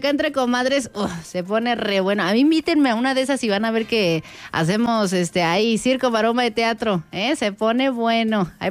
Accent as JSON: {"language": "Spanish", "town": "San Juan del Río", "country": "Mexico", "said": "porque tengo la piel canela. Y soy de San Juan del Río, cariño. Soy de San Juan del Río. De por allá vengo, plebe. De por allá. Orgullosamente sanjuanense."}